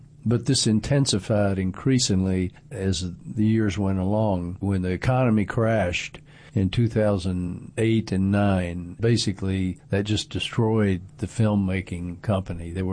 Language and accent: English; Chattanooga, Tennessee, United States; In Chattanooga, when I went to Baylor and graduated in 71, and there was nothing to do with art there.